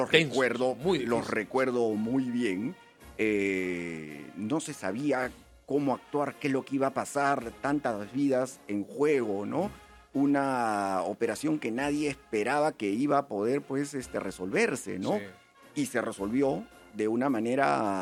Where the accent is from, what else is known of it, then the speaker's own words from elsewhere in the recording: Peru; que nosotros ya lo vemos como peruanos, pero yo que lo he analizado en su música, sí, en su forma y en sí, su letra, puedo decir que en verdad es una muy buena